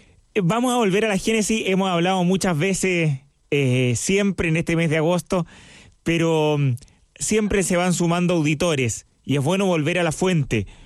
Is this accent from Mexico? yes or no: no; Chile